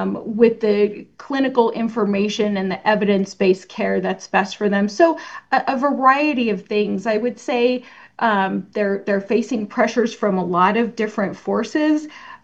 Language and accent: English; Cheyenne, Wyoming, United States; moved away as an adult; now in Idaho, United States; I was in the community where I grew up in Cheyenne, Wyoming, and I thought I was set. By the end of 2007, I had moved with the puppy and ended up in Idaho